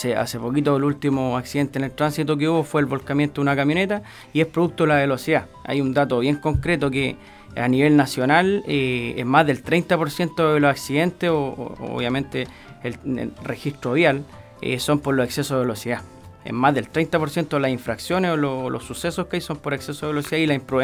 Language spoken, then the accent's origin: Spanish; Curicó, Maule, Chile; me recuerda a mi tierra también, que la gente le manda un abrazo enorme a la gente de Curicó.